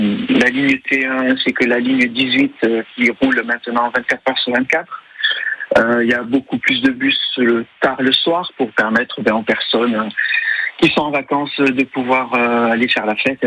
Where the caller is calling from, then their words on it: Bidart, Nouvelle-Aquitaine, France; Oui, c'est ça, je suis à Bidart